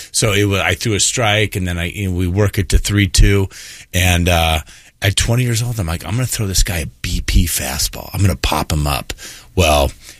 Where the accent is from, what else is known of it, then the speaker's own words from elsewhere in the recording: Oklahoma, United States; born there; So I was born in Oklahoma, actually, so because he was teaching, and he'd have to move up and all around.